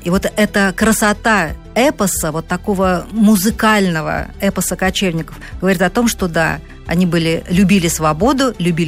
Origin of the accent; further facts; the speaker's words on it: Moscow, Russia; я москвичка, родилась в Москве